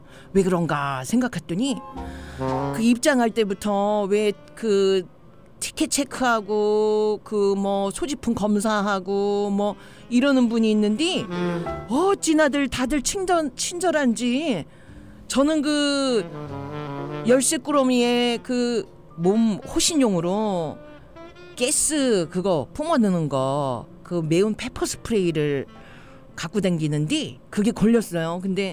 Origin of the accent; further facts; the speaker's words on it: Chungcheong, South Korea; now in Los Angeles, United States; 저는 고향이 충청도고요. 지금은 LA의 한인타운 한타에서 살고 있어요.